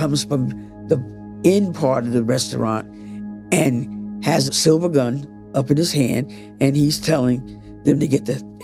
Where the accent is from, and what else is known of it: Teaneck, New Jersey, United States; born or raised there; also born or lived in Topeka, Kansas / Orlando, Florida